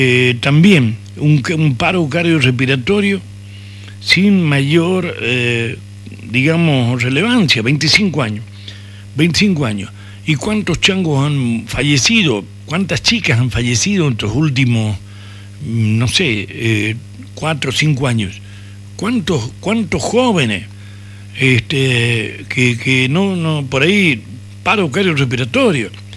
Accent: La Rioja, Argentina; como riojanos, como locales

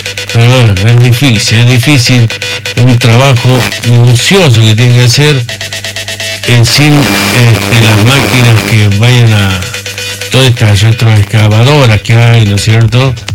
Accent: La Rioja, Argentina; nosotros como riojanos

